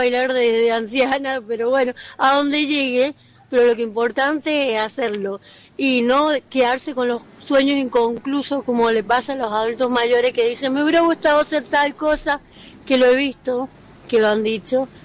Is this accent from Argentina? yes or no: yes; Mendoza, Argentina; also born or lived in Córdoba; Nací en Córdoba capital, viví, me crié en Mendoza, de bebé.